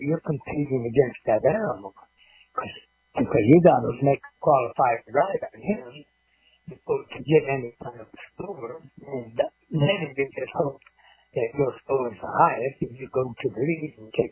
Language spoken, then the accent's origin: English; Owosso, Michigan, United States; born or raised there